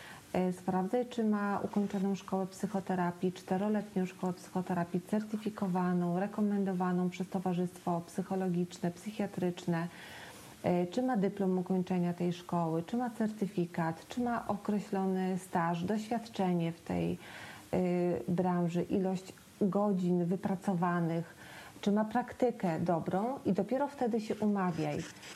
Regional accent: Lublin, Lublin Voivodeship, Poland; w miejscu, gdzie ja mieszkam, jestem z Lublina

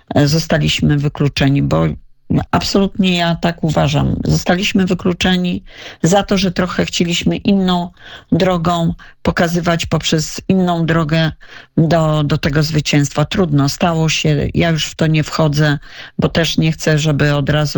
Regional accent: Radom, Masovian Voivodeship, Poland; Ja tutaj pochodzę z Radomia, mam tu wspaniałych kolegów

